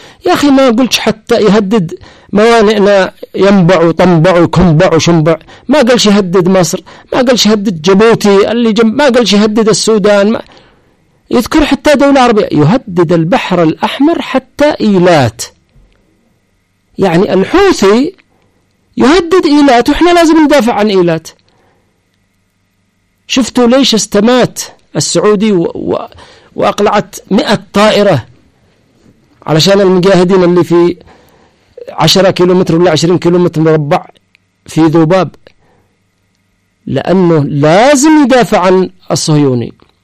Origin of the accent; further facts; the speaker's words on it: Taiz Governorate, Yemen; now in Sanaa, Yemen; احنا اصحاب تعز